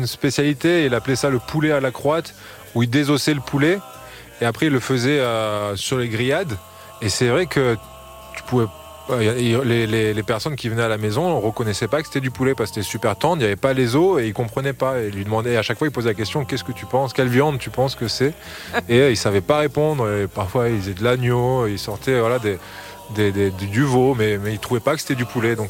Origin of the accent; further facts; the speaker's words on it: Grand Est, France; On a grandi en Alsace, c'est le premier point en France où on est venu. Et donc, moi, je me sens chez moi en Alsace